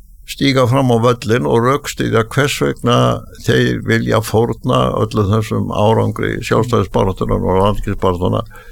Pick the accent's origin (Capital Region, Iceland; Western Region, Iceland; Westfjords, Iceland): Westfjords, Iceland; Þingeyri; moved away; Það voru engur vegir og Dýrafirði í Næstufirði þegar ég var alast upp á Þingri.